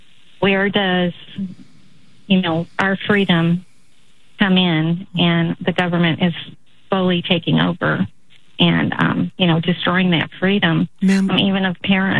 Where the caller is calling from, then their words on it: Franklin, Kentucky, United States; I'm calling from Franklin, Kentucky, which is right on the border of Tennessee. And I'm a lifelong Republican, and I'm 65 years old.